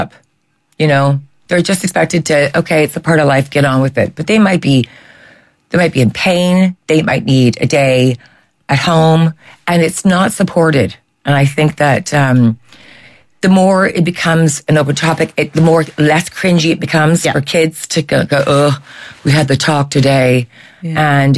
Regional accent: Canada; moved away as an adult; now in Ireland; Because we, from, I'm obviously not Irish, I'm Canadian, but moving over here, these kind of talks were very taboo.

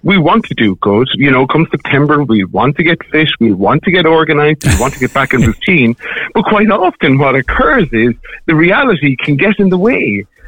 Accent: Ireland; as Irish people

